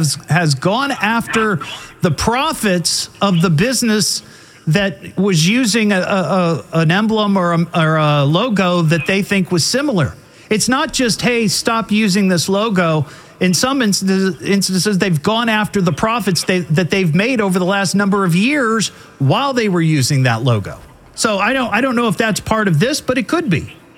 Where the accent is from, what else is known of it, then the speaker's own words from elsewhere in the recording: Beaver Creek, United States; all the other businesses in Beaver Creek, my hometown, that might have a beaver in their logo.